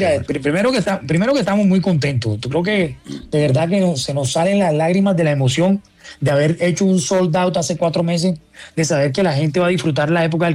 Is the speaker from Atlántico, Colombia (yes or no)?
no; Cartagena, Bolívar, Colombia; generación del tropipop son pelados que llegaron de Bucaramanga, del eje cafetero, de la costa, como yo que llegué de Cartagena, de muchas partes, y nos encontramos acá con todas estas historias chéveres